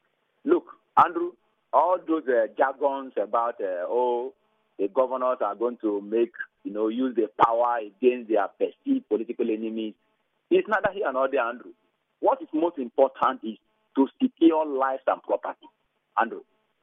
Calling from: Port Harcourt, Rivers, Nigeria; I'm calling you from Port Harcourt.

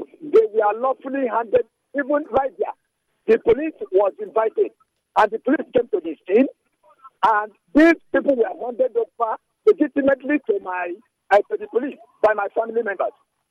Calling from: Port Harcourt, Rivers, Nigeria; I'm calling from Port Harcourt.

